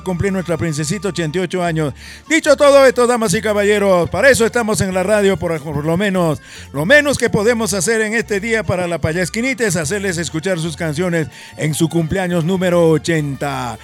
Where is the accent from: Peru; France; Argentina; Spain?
Peru